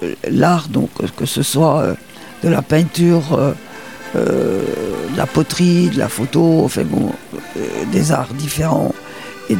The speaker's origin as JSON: {"language": "French", "country": "Belgium", "tie": "born or raised there", "moved": "as an adult", "lives_now": "Châtillon-en-Diois, France", "said": "Je suis belge aussi, il est parfait. Et voilà. Moi, j'étais à l'internat en Belgique, très jeune, à partir de 8 ans jusqu'à mes 20 ans."}